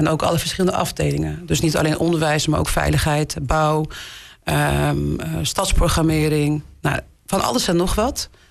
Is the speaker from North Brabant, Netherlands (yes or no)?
no; Rotterdam, South Holland, Netherlands; born there; ik ben 43 jaar. Geboren in Rotterdam Centrum, op de Meent.